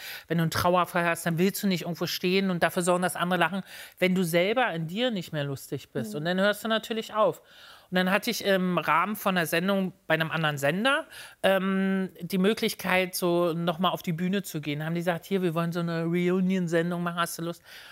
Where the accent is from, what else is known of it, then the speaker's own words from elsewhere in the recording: Berlin, Germany; ich komme aus Berlin.